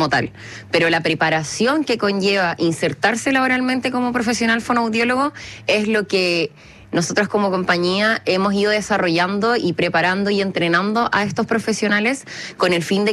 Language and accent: Spanish; Chile